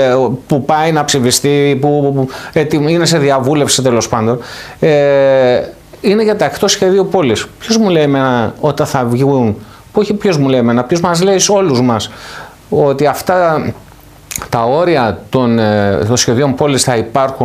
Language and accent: Greek; Rhodes, South Aegean, Greece; Σαν Ροδίτης